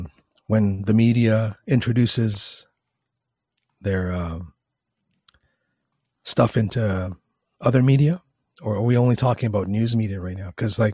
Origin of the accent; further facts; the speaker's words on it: Canada; now in United States; I'm a liberal from Canada, believe it or not. But it means something else over here.